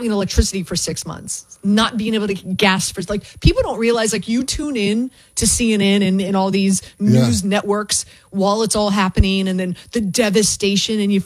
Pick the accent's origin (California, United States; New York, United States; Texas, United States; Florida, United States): Florida, United States; Number one is I grew up in South Florida. I went through Hurricane Andrew.